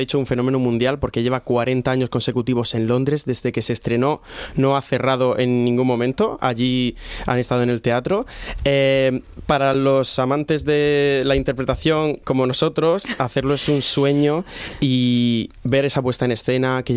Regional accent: Lorca, Region of Murcia, Spain; accent: Murcian; now in Madrid, Spain; lo dice gente de Lorca, de donde yo soy y tal.

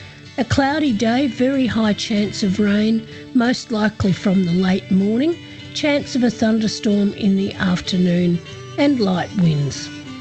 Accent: Horsham, Victoria, Australia; I'm broadcasting out of my hometown of Horsham, and we're situated in Western Victoria.

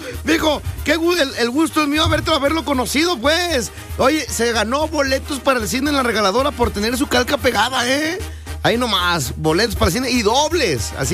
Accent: Santa Cruz del Valle, Jalisco, Mexico; Es mi tierra, y nací Santa Cruz del Valle. Ahí, qué bonito recuerdo de Santa Cruz del Valle. La mitad de mi infancia por ahí.

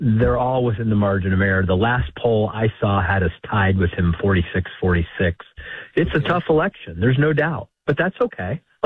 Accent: Ohio, United States; also born or lived in Detroit, United States; But look, I'm an Ohio guy, even though I was born in Detroit, Michigan. I started out life in a foster home there, was blessed to be adopted, and grew up in rural Ohio

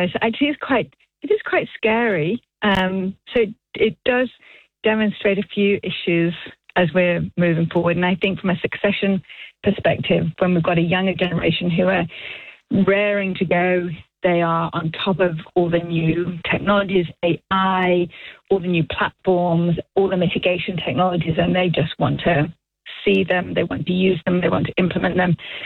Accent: Manchester, North West England, United Kingdom; now in New Zealand; I am. I am from Manchester.

